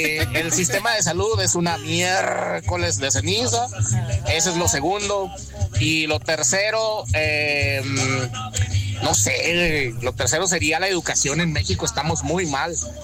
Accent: Cuba; Los quiero ver triunfar a pesar de que yo soy de Cuba.

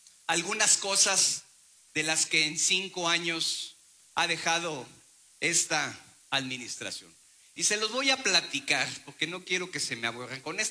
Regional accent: San Luis Potosí, Mexico; los potosinos estamos llamados a reconciliarnos

